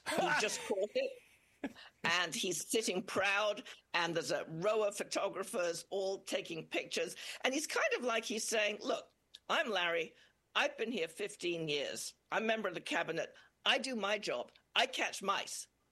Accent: Liverpool, North West England, United Kingdom; I'm from Liverpool, which is also in the north. It's a port.

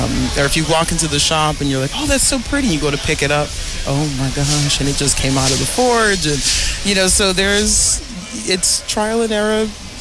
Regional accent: Boston, Massachusetts, United States; also born or lived in New York City; now in New Orleans, United States; I grew up in the greater Boston area. I lived in New York City for a while. And yeah, but once New Orleans calls you, it's hard to, you know, put that phone down.

